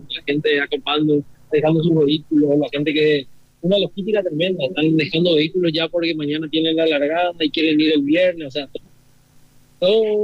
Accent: Bella Vista, Itapúa, Paraguay; moved away as an adult; now in Encarnación, Paraguay; Yo soy de Bellavista.

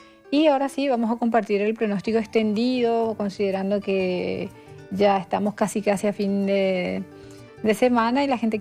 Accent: Paraguay; como los paraguayos acostumbramos a utilizar referencias

